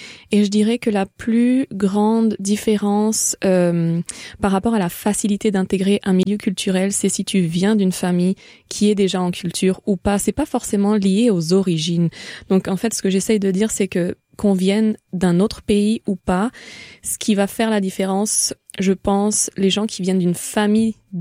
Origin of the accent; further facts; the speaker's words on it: Barcelona, Catalonia, Spain; moved away as an adult; now in Montreal, Canada; Alors moi, je me suis toujours sentie 100% barcelonaise parce que je suis née à Barcelone, c'est vraiment la ville de mon cœur. Mais c'est vrai qu'à 18 ans, j'ai passé la majorité de ma vie à Barcelone avant de venir à Montréal, même si j'ai vécu dans d'autres endroits.